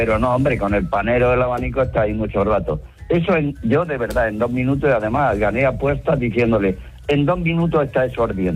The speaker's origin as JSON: {"language": "Spanish", "town": "Almería", "region": "Andalusia", "country": "Spain", "lives_now": "Torrelavega, Spain", "said": "Efectivamente, vale. Sí, aunque soy de Almería."}